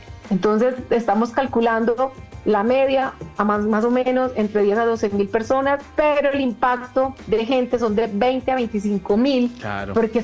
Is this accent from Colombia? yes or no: yes; Colombia; nos conozcan como gente, como colombianos que somos